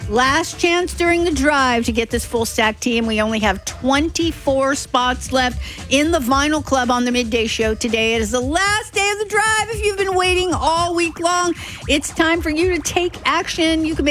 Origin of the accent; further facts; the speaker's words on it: Seattle, Washington, United States; I'm from Seattle, so I put a hoodie over it.